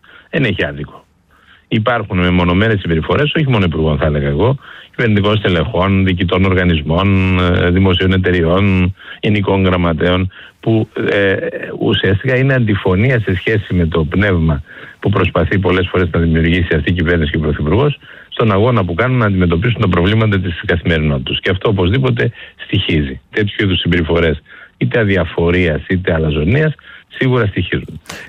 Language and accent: Greek; Eastern Macedonia and Thrace, Greece; εγώ επισημαίνω που κατάγομαι και από την Ροδόμπη, οι αγρότες μας.